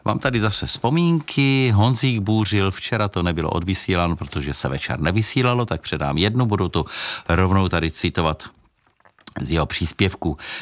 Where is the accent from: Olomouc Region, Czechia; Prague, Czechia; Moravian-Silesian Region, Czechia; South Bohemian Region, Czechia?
Olomouc Region, Czechia; Olomouc; born there; Ano, no, tak jako můj rodný kraj, ale v podstatě ano, protože jsem se narodil v Olomoucu, takže to je docela nedaleko, no.